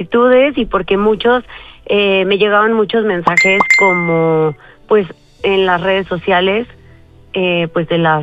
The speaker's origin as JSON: {"language": "Spanish", "region": "Mexico City", "country": "Mexico", "said": "Sí, claro, soy de Ciudad de México y tengo 40 años."}